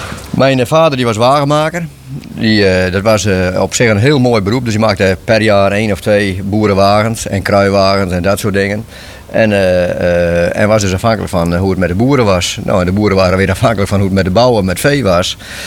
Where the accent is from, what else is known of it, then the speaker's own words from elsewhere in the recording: Lippenhuizen, Friesland, Netherlands; born there; Lippenhuizen, zeggen ze in het Fries, Lippenhuizen, ja. In fatsoenlijk Nederlands. Nou, daar ben ik geboren in 1943.